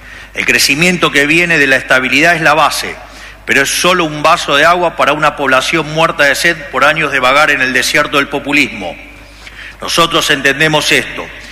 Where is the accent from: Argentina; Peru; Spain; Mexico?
Argentina